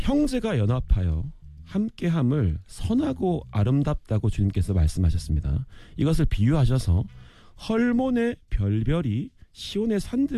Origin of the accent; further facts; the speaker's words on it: Ulsan, South Korea; moved away; 고향이 울산이라서